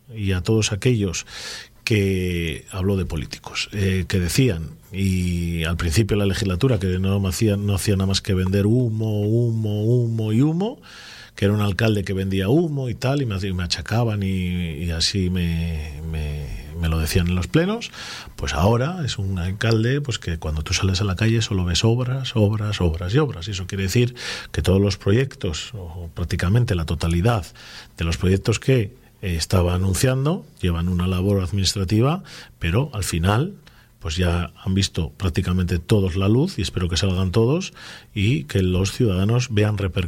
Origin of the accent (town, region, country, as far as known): Laredo, Cantabria, Spain